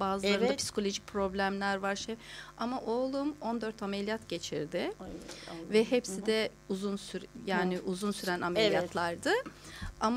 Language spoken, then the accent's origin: Turkish; Muğla, Turkey; Ben Muğla'da yani aha, Muğlalıyım anladım.